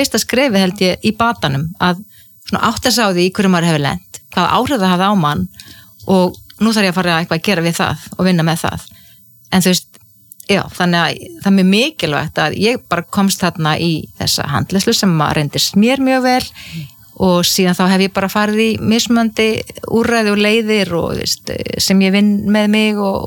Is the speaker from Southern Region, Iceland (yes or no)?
no; Ísafjörður, Westfjords, Iceland; ég óttaðist sjóin sem kannski líka tengist því að ég alveg upp á Ísafirði þar sem voru tíu sjóslis og menn og drukknuðu